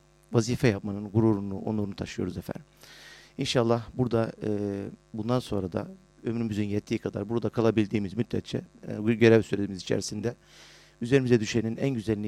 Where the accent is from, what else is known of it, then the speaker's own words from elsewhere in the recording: İnebolu, Kastamonu, Turkey; moved away as an adult; now in Sydney, Australia; Memleketim İnebolu, Kastamonu. Din görevlisi olarak Mandruit Anadolu Camii'nde görev yapmaktayım. 3 yıl oldu buraya geleli. 2023'ün Mart'ında geldik.